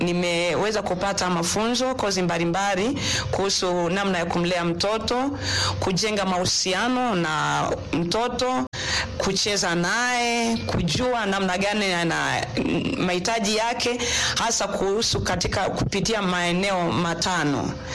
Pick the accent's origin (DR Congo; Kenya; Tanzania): Tanzania; Bunda, Mara; Mimi ni mwalimu na ni mhudumu kuhusu malezi ya watoto. Natokea hapa Bunda na ni mwinjilisti katika kanisa la AICT Amani Bunda.